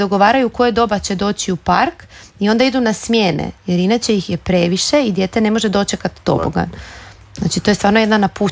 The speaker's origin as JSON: {"language": "Croatian", "town": "Sesvetski Kraljevec", "region": "City of Zagreb", "country": "Croatia", "tie": "born or raised there", "said": "Ja sam odrasla u Sesvetama, odnosno u Sesvetskom Kraljevcu, i to je bilo drugačije."}